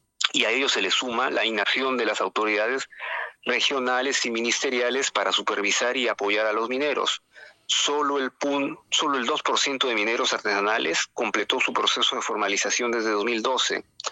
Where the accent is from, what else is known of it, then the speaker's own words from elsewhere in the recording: Peru; somos peruanos, somos hermanos, sigamos siempre. El progreso debe ser para el Perú entero, ¿no?